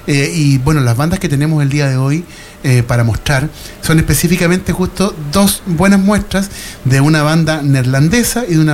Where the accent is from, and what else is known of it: Chile